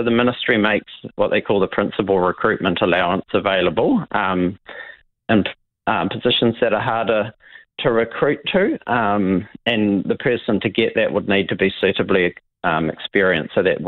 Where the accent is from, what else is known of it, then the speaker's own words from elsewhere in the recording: Westport, West Coast, New Zealand; now in Hokitika, New Zealand; I grew up in Westport.